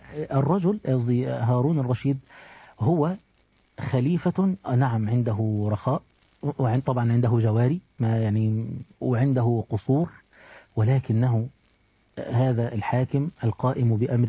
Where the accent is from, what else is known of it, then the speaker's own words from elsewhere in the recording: Egypt; احنا عندنا في مصر